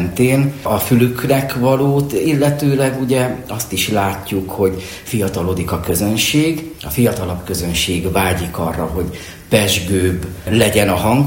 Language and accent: Hungarian; Debrecen, Hajdú-Bihar, Hungary; born there; itt nőttem fel a Boris Jazz napokon